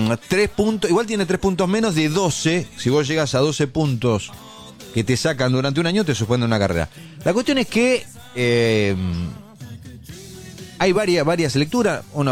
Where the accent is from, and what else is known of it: San Luis, Argentina